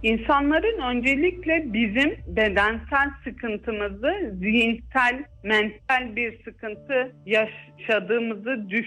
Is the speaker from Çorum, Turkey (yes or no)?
yes; Çorum, Turkey; born there; 1993 Çorum doğumluyum.